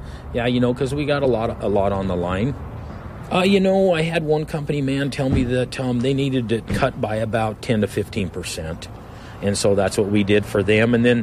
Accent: Lander, Wyoming, United States; now in North Dakota, United States; I moved here from Lander, Wyoming.

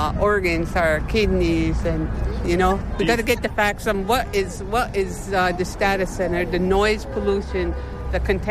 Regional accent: Massena, New York, United States; born or raised there

